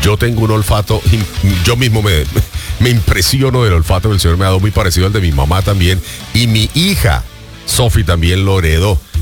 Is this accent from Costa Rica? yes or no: no; Colombia; now in Miami, United States; Yo recuerdo mi niñez, por ejemplo, mi adolescencia en Colombia